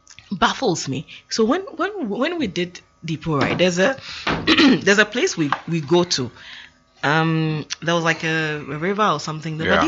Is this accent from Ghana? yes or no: yes; Somanya, Eastern Region, Ghana; I am Kromo.